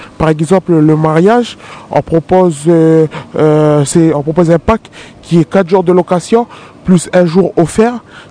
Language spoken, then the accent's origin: French; Lifou, Loyalty Islands Province, New Caledonia; je suis originaire de Dokine